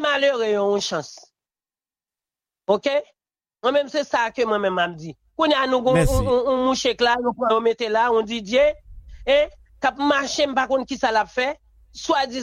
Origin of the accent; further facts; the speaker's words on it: Haiti; Parce que moi-même, je sens frustré en tant que haïtien.